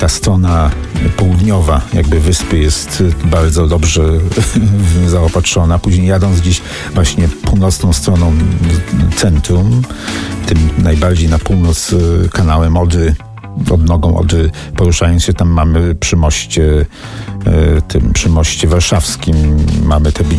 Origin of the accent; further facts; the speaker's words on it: Wrocław, Lower Silesian Voivodeship, Poland; ja we Wrocławiu mieszkam od urodzenia i mam swoje lata